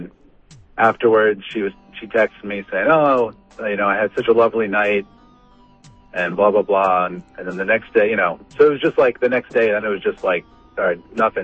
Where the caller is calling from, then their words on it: New York, United States; in New York.